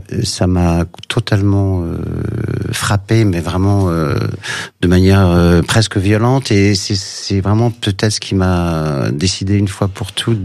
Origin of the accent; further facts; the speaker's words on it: Paris, Île-de-France, France; born there; also born or lived in Glasgow / London; je suis né à Paris, je suis tout de suite parti à Glasgow et à Londres.